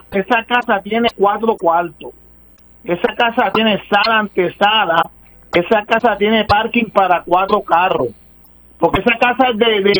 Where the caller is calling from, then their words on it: Añasco, Puerto Rico; De Añasco.